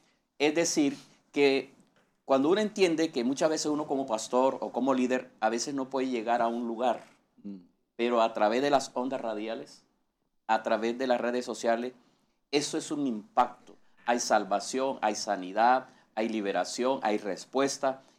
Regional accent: Caribbean coast, Colombia; Como buen costeño, pues yo soy costeño, me gustaba tener mi grabadora y escuchar música vallenata en la noche.

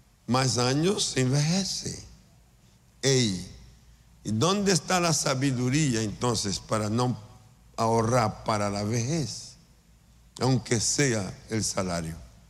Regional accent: Brazil; en mi país, Brasil

